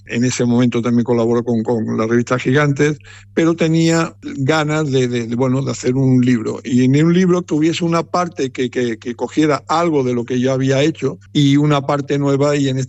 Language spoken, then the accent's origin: Spanish; Andalusia, Spain; el baloncesto en la zona de mi tierra, en Andalucía, y sobre todo concretamente en la provincia de Sevilla